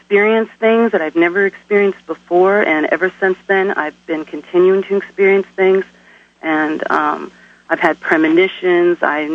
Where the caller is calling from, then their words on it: Oregon, United States; I'm from Oregon.